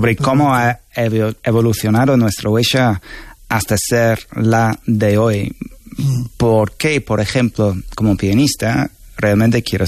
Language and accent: Spanish; Spain; also born or lived in London; Bueno, en mi caso no, soy español, pero, nacido en Londres.